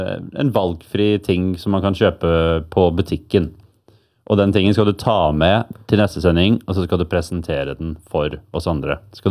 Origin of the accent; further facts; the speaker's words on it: Bærum, Akershus, Norway; Jeg er fra Bærum, så det var kanskje litt snaut, eller?